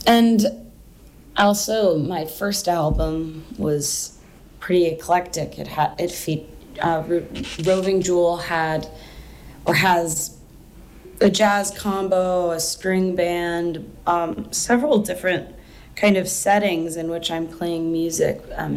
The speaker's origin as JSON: {"language": "English", "town": "Staunton", "region": "Virginia", "country": "United States", "tie": "born or raised there", "said": "I grew up playing old-time fiddle music, and I grew up around Stanton, Virginia, so it's nice to be on the air with you today, close to home."}